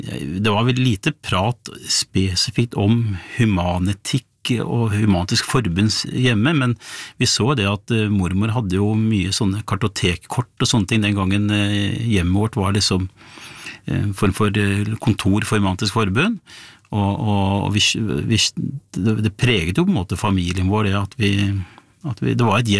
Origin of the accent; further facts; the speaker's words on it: Bærum, Akershus, Norway; jeg vokste jo opp I Bærum på 70-tallet, blått og konservativt Bærum.